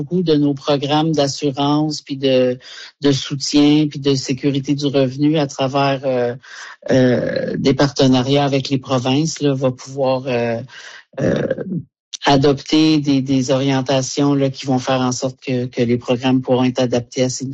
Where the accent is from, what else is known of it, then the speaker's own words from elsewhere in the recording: Quebec, Canada; Moi, je viens du Québec.